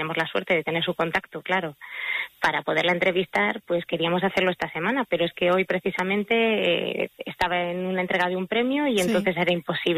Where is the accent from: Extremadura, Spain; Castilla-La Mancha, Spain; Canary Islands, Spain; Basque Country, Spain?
Castilla-La Mancha, Spain; born there; Celia es de mi pueblo, de Arcilla